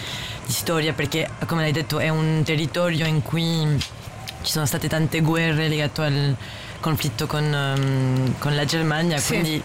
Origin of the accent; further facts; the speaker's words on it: Lourdes, Occitania, France; born there; Italian is a second language; moved away; in realtà sono nata a Lourdes, che conosco molto bene